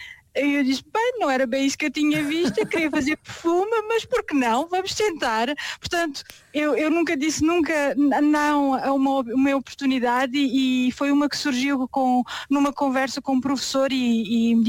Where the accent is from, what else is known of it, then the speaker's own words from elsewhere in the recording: Portugal; moved away; a partir do momento que eu saí de Portugal, para mim foi evidente que não voltava. Não voltava, não por uma questão de não, a minha família está toda em Portugal